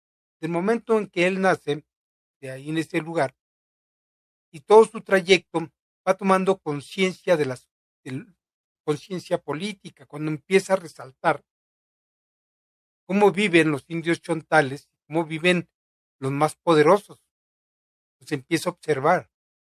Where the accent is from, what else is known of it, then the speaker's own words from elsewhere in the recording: Mexico; Y yo creo que esto es lo que nos caracteriza a muchos mexicanos. Tenemos mucho orgullo, tenemos una gran conciencia de dónde veni